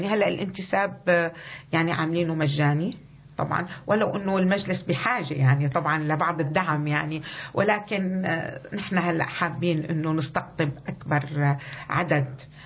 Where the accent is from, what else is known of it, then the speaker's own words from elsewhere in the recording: Syria; now in Australia; أنا كسورية أسترالية